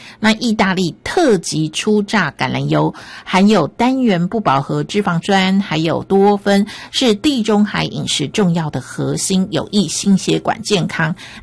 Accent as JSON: {"language": "Chinese", "country": "Taiwan", "said": "别的国家刚才讲到的这些食材，我们台湾这边也不难拿到嘛"}